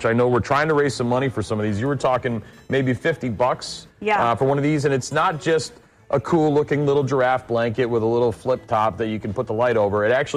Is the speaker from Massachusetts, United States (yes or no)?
yes; Boston, Massachusetts, United States; moved away; my home state, my home area, Boston, Massachusetts.